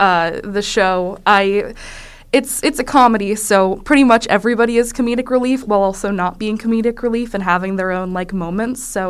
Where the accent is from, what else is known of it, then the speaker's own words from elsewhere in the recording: Penn Hills, Pennsylvania, United States; I'm from Penn Hills.